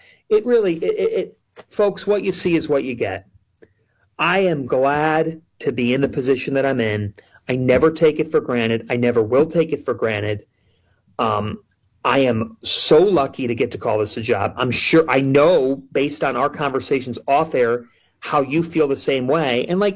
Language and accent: English; Cleveland, Ohio, United States; and I don't like the pity party because I'm from Cleveland.